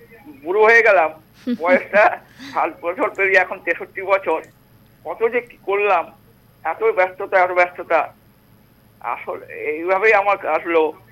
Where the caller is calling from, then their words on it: Udaipur, Tripura, India; আমি উদয়পুর থেকে